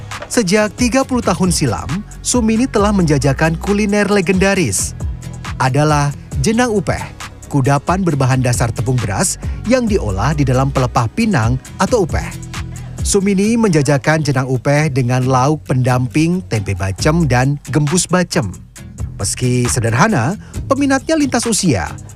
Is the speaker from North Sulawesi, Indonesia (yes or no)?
no; Special Region of Yogyakarta, Indonesia; Sebagai orang Yogyakarta yang masuk Gen